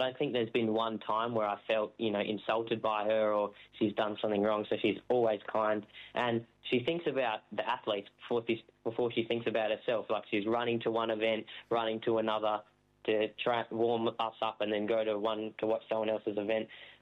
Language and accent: English; Australia; being an Australian runner